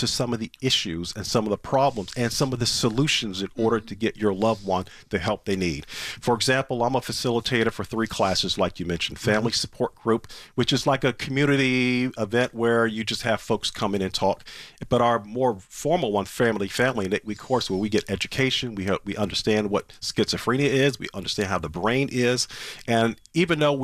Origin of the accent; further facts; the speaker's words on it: Norfolk, Virginia, United States; in the city of Norfolk, my hometown